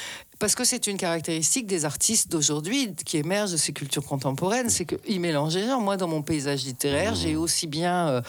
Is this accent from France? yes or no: yes; Rouen, Normandy, France; moved away; also born or lived in Gard / Paris; une vieille famille protestante gardoise. … c'est un nom de Sévenol. Hein, et comme mes parents étaient profs, j'ai passé effectivement mon enfance à Rouen, Normandie.